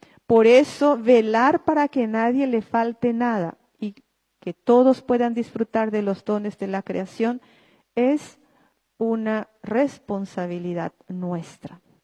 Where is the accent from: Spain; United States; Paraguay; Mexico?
Paraguay